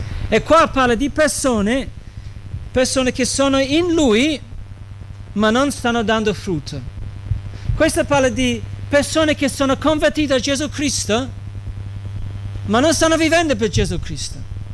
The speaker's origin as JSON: {"language": "Italian", "region": "London", "country": "United Kingdom", "tie": "born or raised there", "moved": "yes", "said": "Io sono cresciuto a Londra, una città. Mo vivo un po' in campagna"}